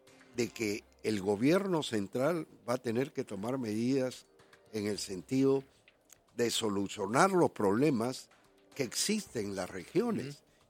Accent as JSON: {"language": "Spanish", "town": "Chincha Alta", "region": "Ica", "country": "Peru", "moved": "yes", "lives_now": "Lima, Peru", "said": "Yo soy de Chincha"}